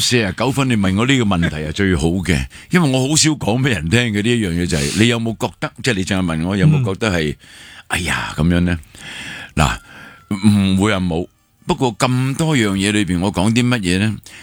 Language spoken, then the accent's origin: Cantonese; Hong Kong; 但系因为我哋香港人咧，就最识就弄字眼啊。